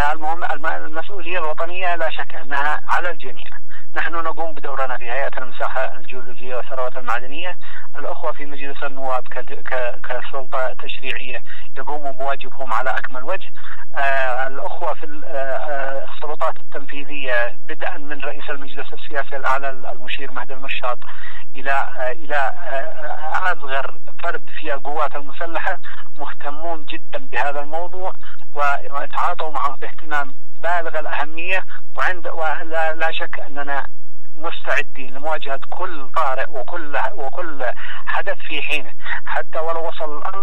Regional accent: Yemen; عندنا في اليمن

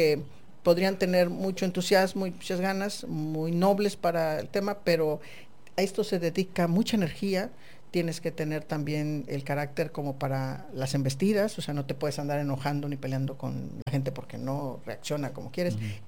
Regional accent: Baja California, Mexico; Yo soy de Baja California, más de 30 años y viviendo aquí

